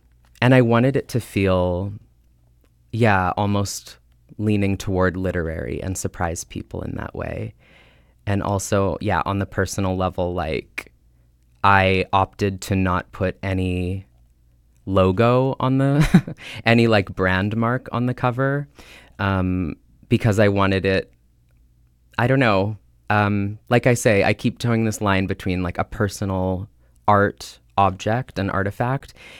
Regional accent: British Columbia, Canada; near the town that I grew up in the Thompson Okanagan area of British Columbia.

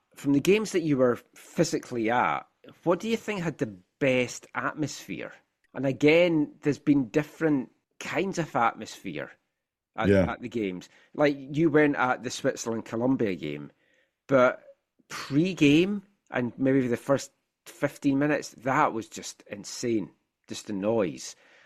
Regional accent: Scotland, United Kingdom; I think being Scottish, the Scotland-Haiti game just pushes it over.

